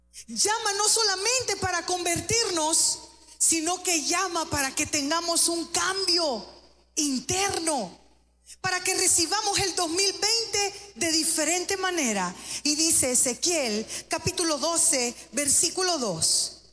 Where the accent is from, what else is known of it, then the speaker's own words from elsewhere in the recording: El Salvador; Como decimos aquí en El Salvador